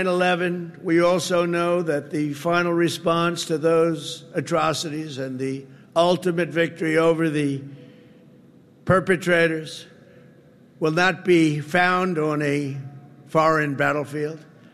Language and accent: English; New York, United States; I grew up in New York. I can tell you that's quite a company.